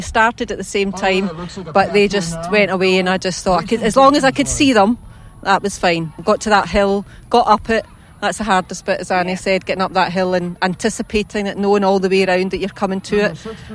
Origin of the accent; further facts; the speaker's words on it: Haddington, Scotland, United Kingdom; I'm from Haddington as well, part of this group.